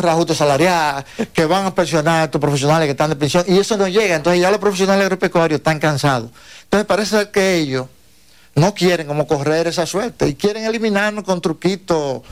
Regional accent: La Vega, Dominican Republic; Yo soy del Cibao, de La Vega, de La Vega.

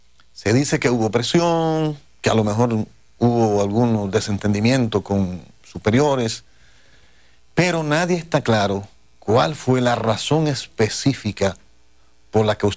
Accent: Dominican Republic; siento orgullo de ser dominicano

